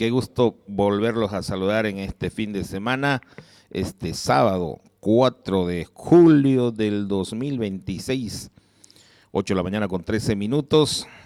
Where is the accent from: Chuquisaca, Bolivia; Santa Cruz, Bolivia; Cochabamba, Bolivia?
Cochabamba, Bolivia; Pasorapa; mi tierra Pasorapa